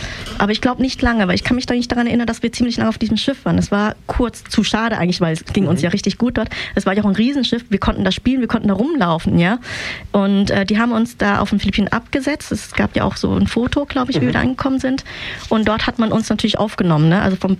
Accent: Vietnam; German is a second language; now in Germany; Ja, wo die ganzen vietnamesischen Flüchtlinge gelebt haben. Und da sieht man, wie viele von uns da waren.

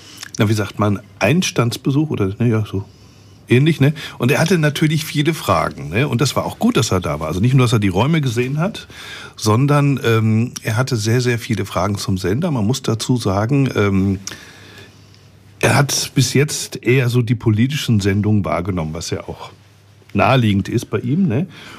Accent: North Rhine-Westphalia, Germany; moved away; ich komme aus dem Ruhrpott

